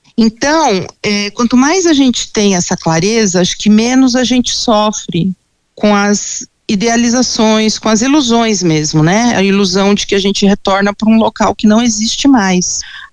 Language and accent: Portuguese; São Paulo, Brazil; eu sou aqui de São Paulo, eu desci em Cumbica, e eu até hoje eu moro na Zona Leste